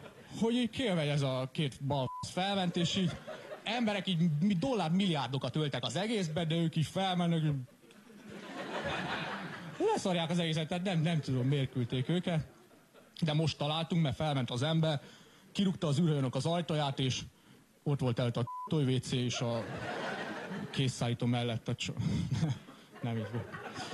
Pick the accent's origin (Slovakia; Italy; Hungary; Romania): Romania; Cluj-Napoca, Cluj County; mert én Kolozsvári vagyok, hát Romániában így el vagyunk maradva az űrkutatással.